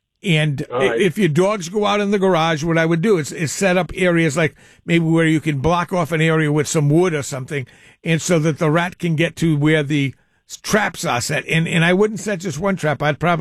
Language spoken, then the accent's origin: English; East Providence, Rhode Island, United States; here in my hometown of East Providence